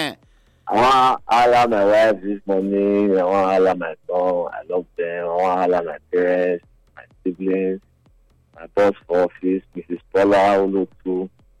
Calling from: Benin; I'm calling from Benin.

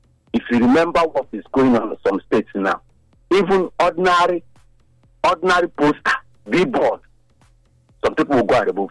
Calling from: Benin City, Edo, Nigeria; I'm calling from Benin.

